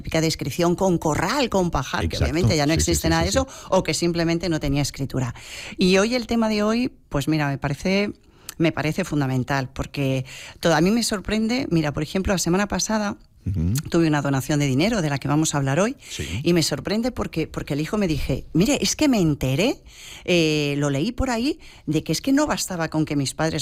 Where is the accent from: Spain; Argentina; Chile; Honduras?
Spain; Madrid, Community of Madrid; Y siempre, siempre en Comunidad Valenciana. Yo soy madrileña, pero mi corazoncito ya está.